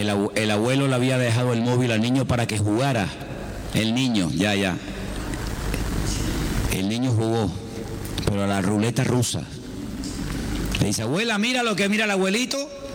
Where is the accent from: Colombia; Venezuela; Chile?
Venezuela; born there; Yo nací en Venezuela en los años 61.